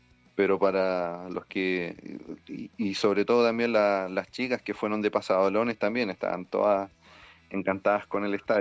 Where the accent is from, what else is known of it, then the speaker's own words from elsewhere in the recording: Puerto Montt, Los Lagos, Chile; yo soy de Puerto Montt, jugué en Deportes Puerto Montt